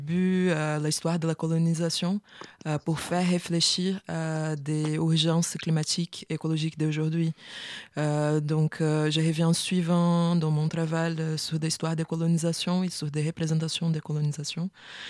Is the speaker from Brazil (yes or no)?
yes; Rio de Janeiro, Brazil; c'est un voyage d'exploration qui est arrivé à, chez moi, à Rio de Janeiro.